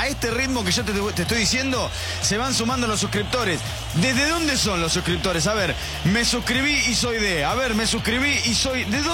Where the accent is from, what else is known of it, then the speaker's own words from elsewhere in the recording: Arrecifes, Buenos Aires Province, Argentina; yo soy de Arrecifes